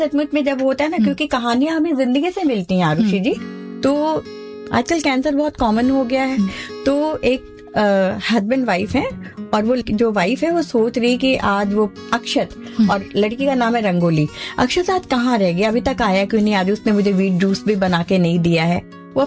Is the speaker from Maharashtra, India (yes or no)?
no; Rajasthan, India; हम लोग मारवाड़ी हैं